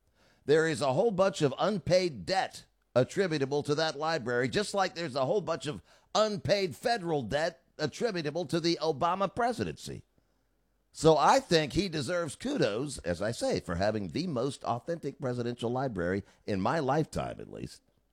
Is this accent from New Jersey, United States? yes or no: no; Atlanta, Georgia, United States; And I thought, because he was from Georgia and I was from Atlanta, that it was a great thing, right?